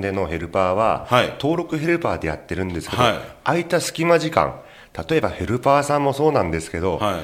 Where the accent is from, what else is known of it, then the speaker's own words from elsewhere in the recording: Tokamachi, Niigata, Japan; moved away as an adult; also born or lived in Nishikawaguchi/Toda, Saitama; now in Koshigaya, Japan; はい、私は新潟県十日町市出身で、